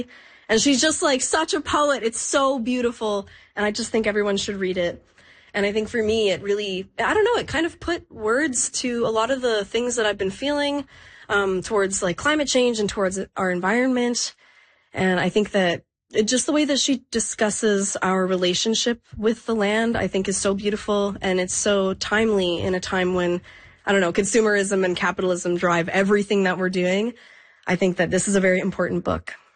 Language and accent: English; Edmonton, Alberta, Canada; also born or lived in Fort McMurray; a multidisciplinary artist from Edmonton, Alberta. I was born in Fort McMurray and now reside in the Treaty 6 region.